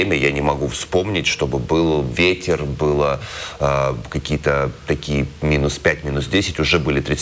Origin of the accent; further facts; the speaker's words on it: Langepas, Khanty-Mansi Autonomous Okrug, Russia; Ну, я коренной югорчанин, я родился в Лангепасе, всю жизнь живу в Югре